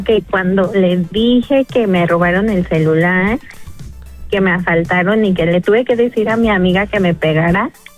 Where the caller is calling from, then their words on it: Mexico City, Mexico; De Coyoacán.